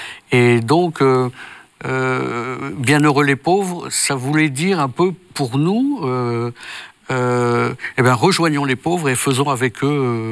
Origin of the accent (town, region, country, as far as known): Tourcoing, Hauts-de-France, France; born there